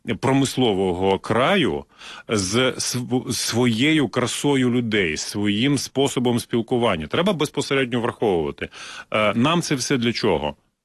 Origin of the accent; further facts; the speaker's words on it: Luhansk Oblast, Ukraine; moved away; я народився і виріс на Донбасі, на Луганщині